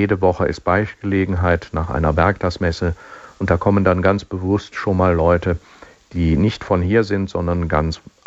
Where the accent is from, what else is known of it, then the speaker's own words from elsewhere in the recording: Rhineland, Germany; accent: Rhenish; Ich sage es mal rheinisch, ich bin ja Rheinländer.